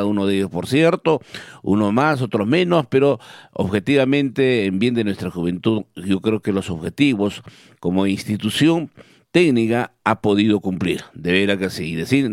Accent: Villa Rica, Pasco, Peru; ¿Qué tal Villarrica? Buenos días, Villarrica. ¿Cómo amaneció mi pueblo querido de Villarrica?

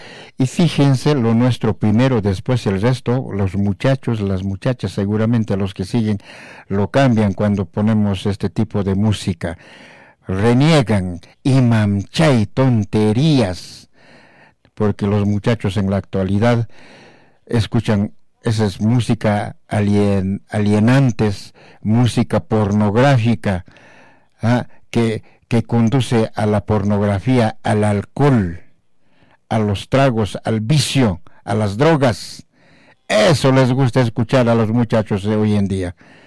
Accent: Peru; el campesino, nosotros, los indios, somos dueños del Perú.

